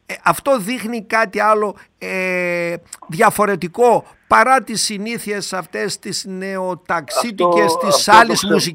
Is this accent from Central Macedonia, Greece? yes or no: yes; Kilkis, Central Macedonia, Greece; Είσαι ένας άνθρωπος που γεννήθηκες εκεί στο γενέθλιο μας τόπο, στο Κιλκής